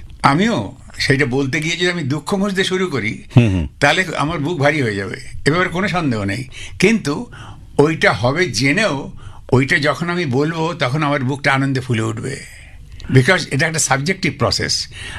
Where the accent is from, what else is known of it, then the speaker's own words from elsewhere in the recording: Jessore, Khulna Division, Bangladesh; also born or lived in Beleghata, Kolkata; now in Kolkata, India; মানে আমার কলকাতায় আসা পর্যন্ত। আমার বাবার বাপের বাড়ি ছিল আলাদা, আমার জন্ম হয়েছিল বেলেঘাটায়, আচ্ছা মামা বাড়িতে, বাবার বাপের বাড়ি ছিল যশোরে, সেইখানে এই দিদা, তার কোলে আমি মানুষ হচ্ছি